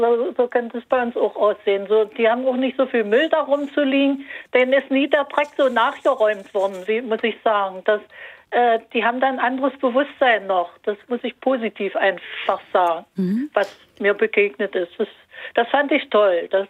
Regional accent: Dessau, Saxony-Anhalt, Germany; now in Münster, Germany; Ja, also ich fange mal an zu erzählen, dass ich kürzlich erst in meiner Heimatstadt war, in Dessau.

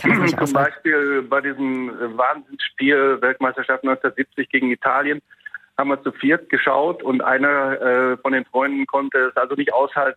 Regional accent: Dorsten, North Rhine-Westphalia, Germany; Ich komme ursprünglich aus Dorsten in Westfalen und da war Fußball immer an erster Stelle

